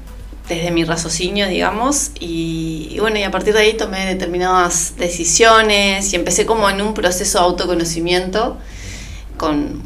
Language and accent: Spanish; Paysandú, Uruguay; moved away as an adult; Soy de Paysandú, soy sanducera. Vivo hace 6 años acá.